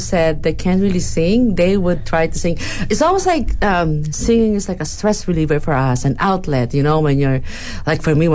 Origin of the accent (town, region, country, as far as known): Philippines